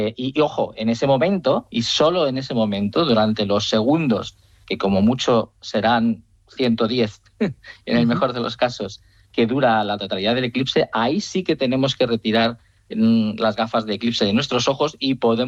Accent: Turmiel, Castilla-La Mancha, Spain; Bueno, yo en mi pueblo, como te decía antes, en Turmiel, ¿sí? Guadalajara.

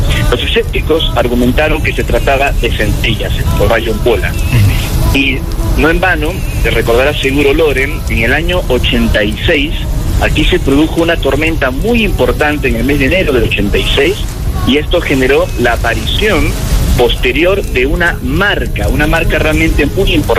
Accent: Peru; now in Argentina; tanto en Argentina como en mi país de origen, en el Perú.

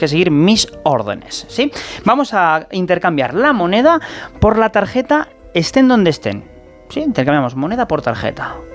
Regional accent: Cisneros, Castile and León, Spain; Yo soy de Cisneros, un pueblo de Segovia, ¿entiendes?

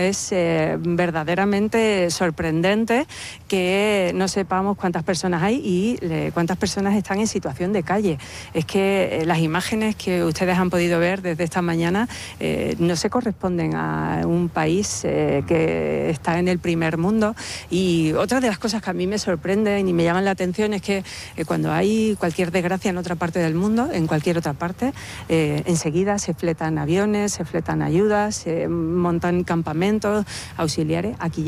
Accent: Ceuta, Spain; más medios humanos, materiales, a disposición de los ceutíes. Nos lo merecemos, tenemos derechos, somos españoles.

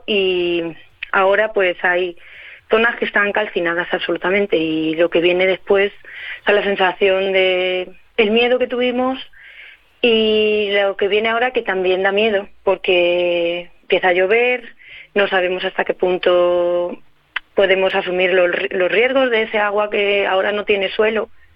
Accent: Piedralaves, Castile and León, Spain; desde el Pozo de las Nieves en mi pueblo, en Piedralave

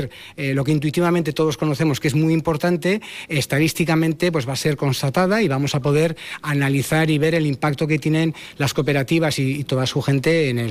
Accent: Navarre, Spain; Y eso es de reconocer en una tierra como Navarra, que es, todos somos de pueblo, todos venimos de las robadas

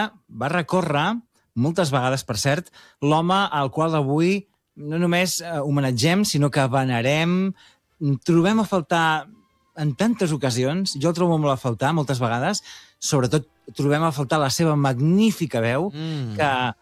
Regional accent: Barcelona, Catalonia, Spain

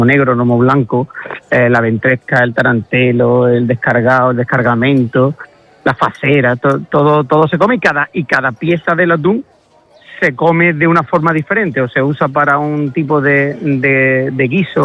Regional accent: Villanueva, Andalusia, Spain; Yo digo que Villanueva está a 40 kilómetros de todo, porque está a 40 kilómetros de Huelva capital, está a 45 de Sevilla, está a 42 del Rocío

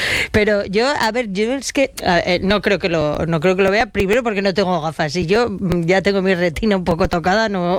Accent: Peralta, Navarre, Spain; Pues uno de los sitios donde se va a ver muy bien es en mi pueblo, en Peralta.

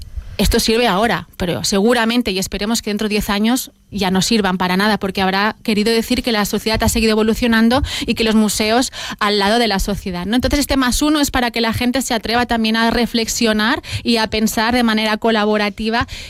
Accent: Palma, Balearic Islands, Spain; para todos aquellos que somos de Palma

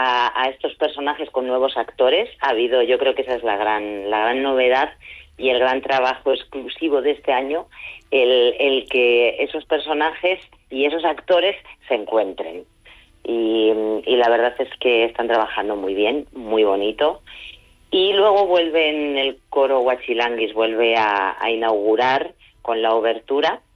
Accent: La Rioja, Spain

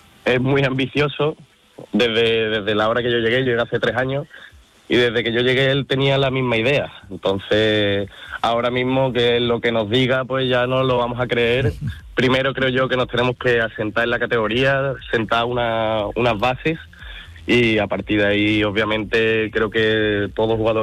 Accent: Seville, Andalusia, Spain; Hombre, yo por ejemplo que soy de aquí de Sevilla

